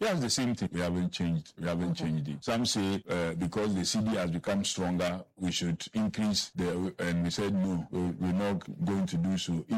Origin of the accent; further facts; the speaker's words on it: Ghana; I am a Ghanaian and also a minister. As a Ghanaian who loves sports, I have to speak my mind also.